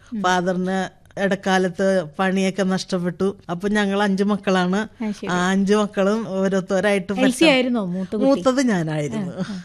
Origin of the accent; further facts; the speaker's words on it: North Paravur, Kerala, India; now in Mannam, India; എന്റെ സ്ഥലം വടക്കം പറവൂരും, ഇപ്പൊ താമസിക്കുന്ന മന്നം. പെരുവാരത്താണ് എന്റെ ജന്മനാട്, വീട്.